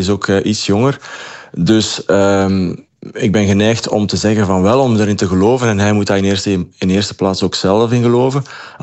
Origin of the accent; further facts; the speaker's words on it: Belgium; mogen we toch wel enorm blij zijn